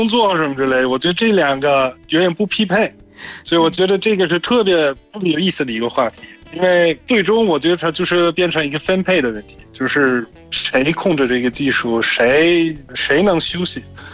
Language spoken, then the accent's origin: Chinese; Germany